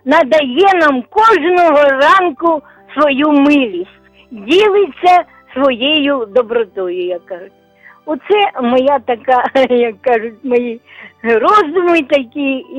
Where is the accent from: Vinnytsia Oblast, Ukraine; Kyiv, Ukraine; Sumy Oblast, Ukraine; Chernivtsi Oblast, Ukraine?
Sumy Oblast, Ukraine; Я з Сумщини … тому хочу поздоровити своїх лікарів з 5-ї нашої поліклініки